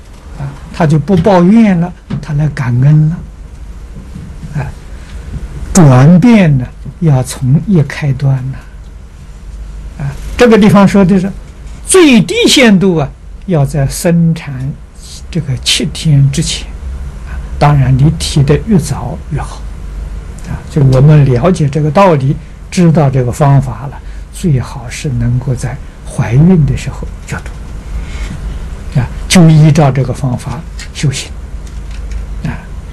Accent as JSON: {"language": "Chinese", "country": "China", "said": "我们中国人讲的贫富贵贱，无论哪一种身份，无论哪一种地位啊"}